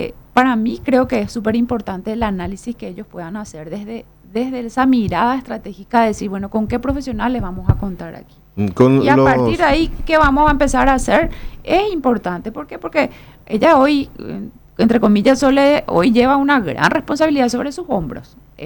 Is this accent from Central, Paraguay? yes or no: yes; Lambaré, Central, Paraguay; Yo soy una ciudadana de Lambaré.